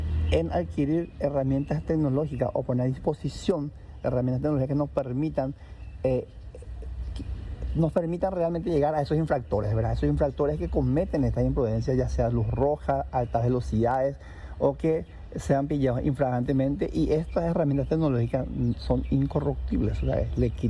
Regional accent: Paraguay; sabemos como paraguayo, ¿verdad?

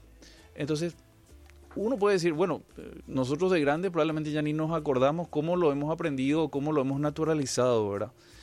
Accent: Paraguay; siguen siendo tan paraguayos como nosotros, ¿verdad?

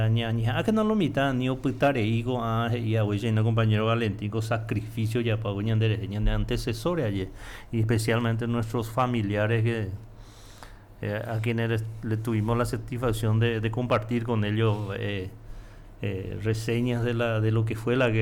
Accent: Paraguay

